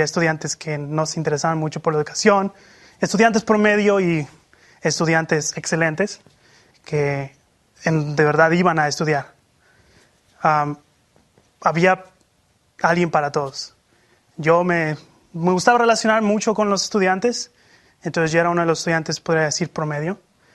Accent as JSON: {"language": "Spanish", "country": "Mexico", "tie": "born or raised there", "moved": "yes", "said": "Una parte de mi vida que me da risa recordar son los 3 años de secundaria que pasé en mi tierra natal. Para los que no saben mucho, esto es de séptimo a noveno grado en México."}